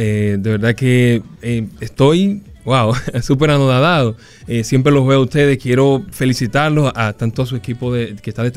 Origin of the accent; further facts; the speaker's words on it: San Cristóbal, Dominican Republic; moved away as an adult; now in Santo Domingo, Dominican Republic; Yo soy oriundo de San Cristóbal.